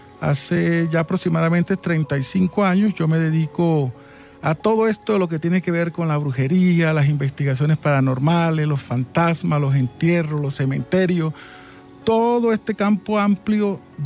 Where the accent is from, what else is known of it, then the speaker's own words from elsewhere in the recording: Santa Marta, Magdalena, Colombia; La patrona de mi tierra, Santa Marta, ya que yo soy samario.